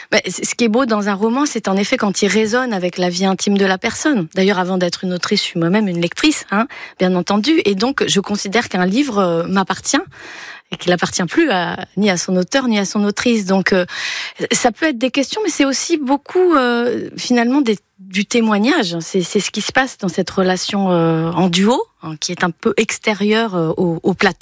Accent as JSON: {"language": "French", "town": "Grasse", "region": "Provence-Alpes-Côte d'Azur", "country": "France", "tie": "born or raised there", "said": "j'ai grandi à Grasse."}